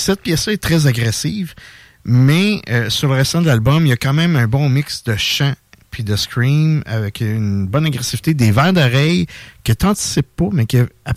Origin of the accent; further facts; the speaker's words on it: Quebec, Canada; moved away; ma région d'origine, qui est les Bois-Francs.